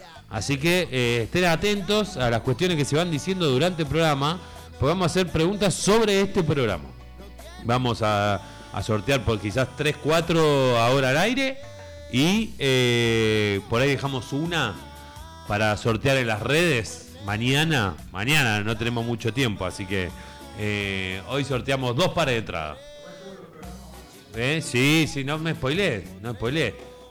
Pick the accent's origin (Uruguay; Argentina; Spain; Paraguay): Argentina; Porque Zona Sur somos todos los argentinos.